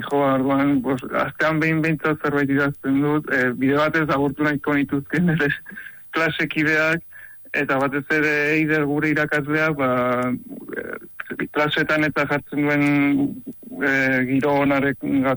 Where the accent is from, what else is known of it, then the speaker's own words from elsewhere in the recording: San Sebastián, Basque Country, Spain; now in Errenteria, Spain; ni Donostiarra naiz, Errenterian bizi naiz